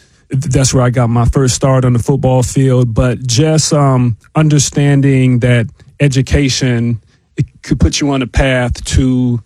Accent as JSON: {"language": "English", "town": "Tacoma", "region": "Washington", "country": "United States", "tie": "born or raised there", "said": "born and raised in Tacoma. Big shout out to T-Town"}